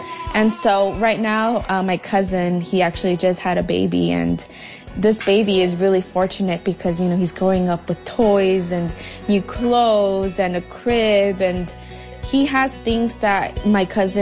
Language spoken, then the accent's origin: English; Bellflower, California, United States; I am from Bellflower, California.